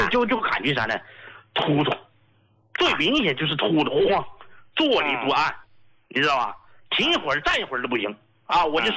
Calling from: Chongqing, China; 哎、你好，胡老，我是重庆的听众啊。

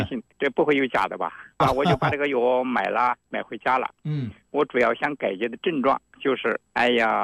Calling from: Zhongxiang, Hubei, China; 我是湖北钟祥。

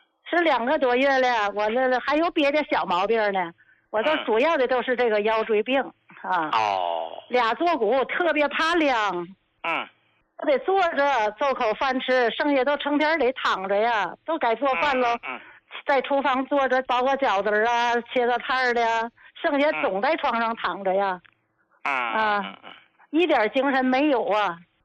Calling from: Qinhuangdao, Hebei, China; 我是秦皇岛的人啊。

